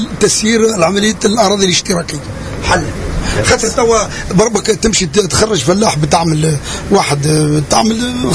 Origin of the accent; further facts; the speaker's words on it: Tunisia; moved away as an adult; now in France; ضحينا 40 ولا 45 عام في فرنسا والحمد لله خذينا لروتريت ونحبوا ماذا بينا في بلادنا